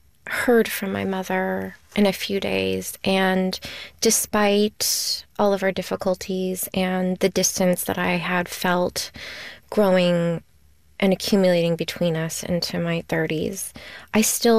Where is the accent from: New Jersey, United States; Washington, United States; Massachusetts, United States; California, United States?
California, United States; Los Angeles; So I also grew up with a single mother